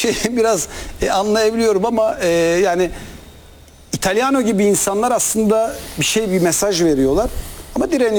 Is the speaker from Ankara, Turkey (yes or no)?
no; Gaziosmanpaşa, Istanbul, Turkey; İşte ben Gazi Osman Paşa, doğma büyüme oralıyım.